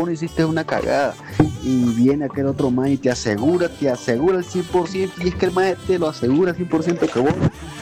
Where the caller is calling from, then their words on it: Nicaragua; nosotros los nicas